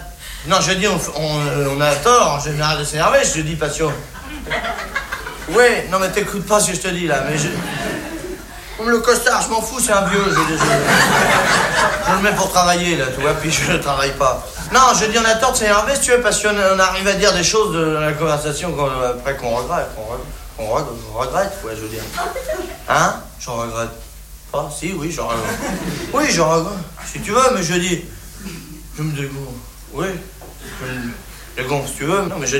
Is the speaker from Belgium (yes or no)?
no; France; Ouais, ben, je suis bien placé, hein, je suis français.